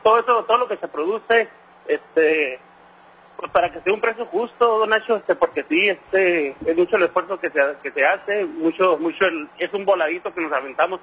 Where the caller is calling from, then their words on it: Mexico; Yo creo que la presidenta nos representa a nosotros como mexicanos